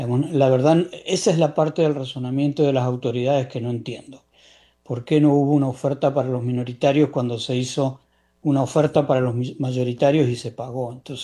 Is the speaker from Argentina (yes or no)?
yes; Argentina; Ahora ya hablando como argentino